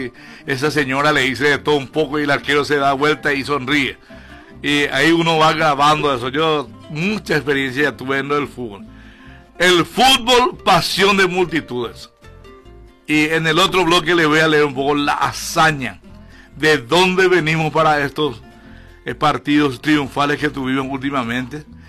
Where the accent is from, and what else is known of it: Paraguay